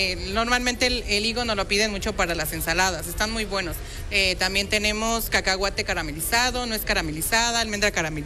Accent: Tetela de Ocampo, Puebla, Mexico; Bueno, nosotros estamos aquí en la tienda 5 de Mayo. También, bueno, somos de Tetela de Ocampo, pero aquí en la...

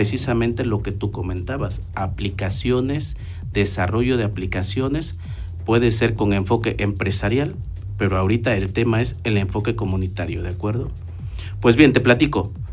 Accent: Tehuitzingo, Puebla, Mexico; yo soy de Tehuitzingo, ¿no? Originario de Tehuitzingo

